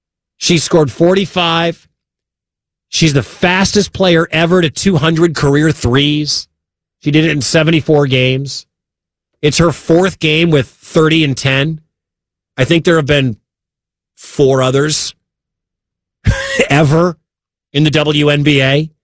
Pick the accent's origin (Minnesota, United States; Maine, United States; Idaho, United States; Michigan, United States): Michigan, United States; Detroit; now in West Des Moines, United States; My wife is from this part of town. I'm not from here. I'm from Detroit.